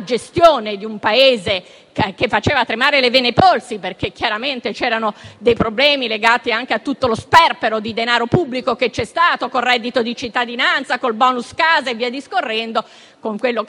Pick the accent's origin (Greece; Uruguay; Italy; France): Italy; Trentino-Alto Adige; tutte le leggi elettorali si sono impiccate sul Trentino Alto Adige, la mia terra. La mia terra è una terra che nessuno conosce realmente, tranne noi che ci siamo cresciuti e che siamo vissuti e che viviamo in quella terra.